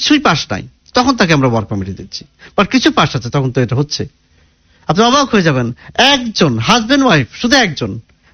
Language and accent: Bangla; Kushtia, Khulna Division, Bangladesh; আমার বাড়ি কুষ্টিয়াতে